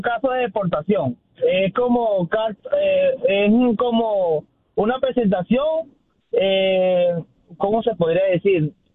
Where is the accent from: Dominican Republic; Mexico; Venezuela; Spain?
Venezuela; Yo me casé con una ciudadana, soy venezolano.